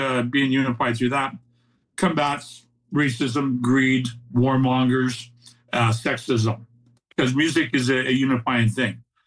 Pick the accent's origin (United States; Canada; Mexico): Canada; Burnaby, British Columbia; My hometown of Burnaby is the most diverse city in Canada. There's 103 different languages spoken here.